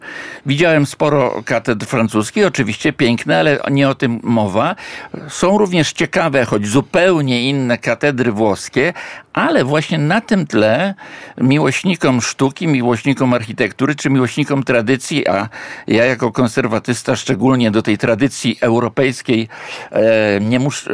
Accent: Warsaw, Masovian Voivodeship, Poland; moved away as an adult; now in Germany; jako warszawiak, który przeżył 64 lata w tym mieście, wielkim mieście

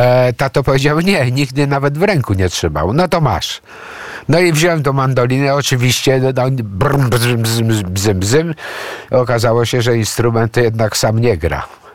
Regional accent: Police, West Pomeranian Voivodeship, Poland; Ja nie jestem ze Szczecina, ja jestem z Polic. Police są pod Szczecinem.

